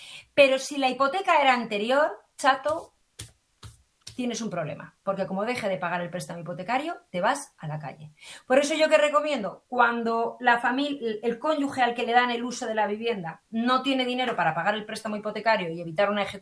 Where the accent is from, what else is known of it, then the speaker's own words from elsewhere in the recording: Madrid, Community of Madrid, Spain; No, soy de Madrid, así que de valenciana nada, yo soy más madrileña.